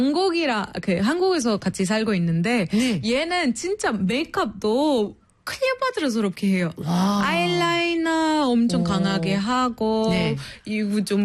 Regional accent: Egypt; first language Arabic; Korean is a second language; now in South Korea; 우리 이집트라는 유전자 따로 있어요.

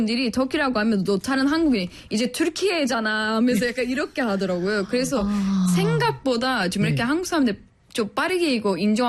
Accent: Cappadocia, Turkey; Korean is a second language; moved away as an adult; 내 태어난 곳은 카파도키아.

